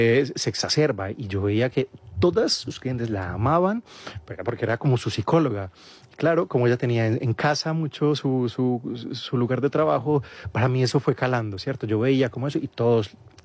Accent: Medellín, Antioquia, Colombia; also born or lived in Marinilla / Manizales / Turbo / Montería; Yo nací en Medellín, después de eso mis padres se fueron a Marinilla

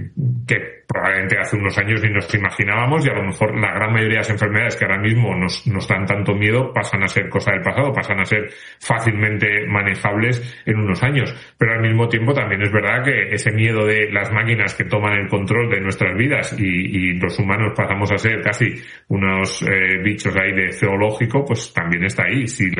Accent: Asturias, Spain; Me voy a quedar aquí en mi pueblo en Asturias, me voy a poner a plantar pepinos y a decir, me da igual lo que hagan por ahí, yo me quedo en lo básico, en la tierra.

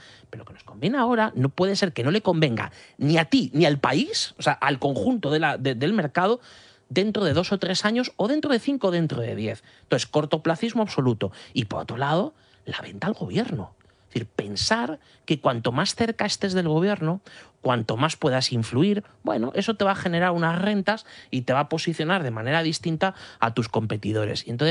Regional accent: Castilla-La Mancha, Spain; en mi tierra, en La Mancha

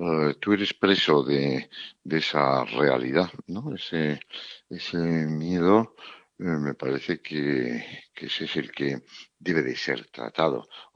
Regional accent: Navarre, Spain; born there; yo que nací en Navarra y he corrido encierros

